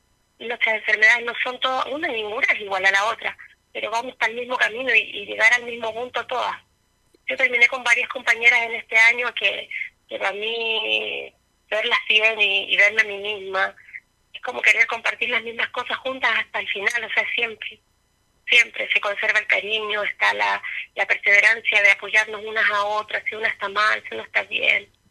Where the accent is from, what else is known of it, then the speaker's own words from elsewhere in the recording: Ancud, Los Lagos, Chile; soy de Ancud, tengo 50 años